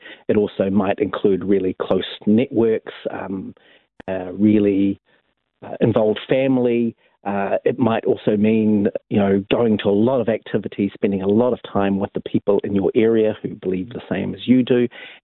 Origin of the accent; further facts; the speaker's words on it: Wellington, New Zealand; Well, I grew up in Wellington. My parents joined the church when I was very young